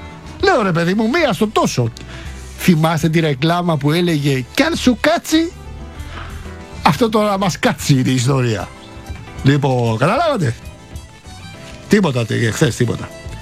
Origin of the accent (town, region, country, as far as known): Greece